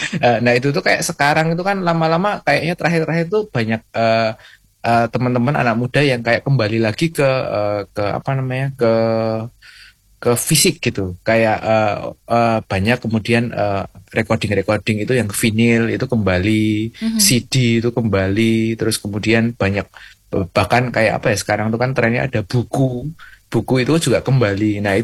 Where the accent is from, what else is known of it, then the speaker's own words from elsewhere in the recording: Sleman, Special Region of Yogyakarta, Indonesia; mungkin kayak saya juga warga Sleman ya